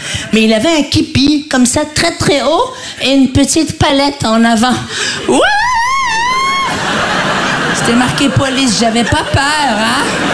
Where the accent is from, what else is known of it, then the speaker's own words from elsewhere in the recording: Quebec, Canada; En tant que Québécois, je suis confus, je suis arrivé ici et c'est pas ce qu'on nous a promis.